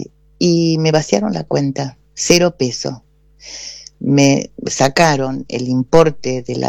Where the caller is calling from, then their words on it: Ciudadela, Buenos Aires Province, Argentina; de Citibel.